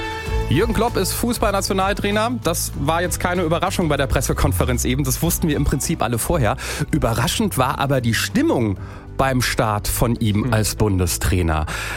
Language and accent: German; Mainz, Rhineland-Palatinate, Germany; born there; Ich bin in Mainz geboren.